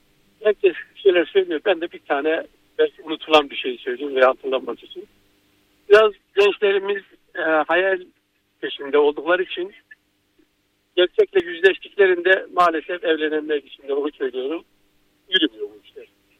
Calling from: Istanbul, Turkey; ben İstanbul'dan arıyorum.

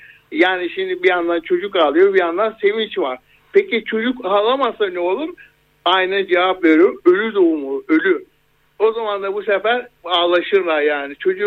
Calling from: Balıkesir, Turkey; Ege'nin Kuzey Ege'den Kaz Dağları'na Edremit Körfezi'den bağlanıyorum.

